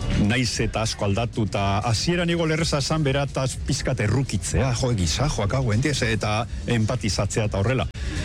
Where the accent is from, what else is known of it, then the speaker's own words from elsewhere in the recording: Basauri, Basque Country, Spain; also born or lived in Vitoria-Gasteiz; now in Arbizu, Spain; ni izater Basaurikoa naiz, herri industrial nahiko handia, Gasteizen bizi izan nintzen beste hainbat urtetan, eta ja badara matzat urte batzuk Arbizun herri txiki euskaldun lasai baten bizitzen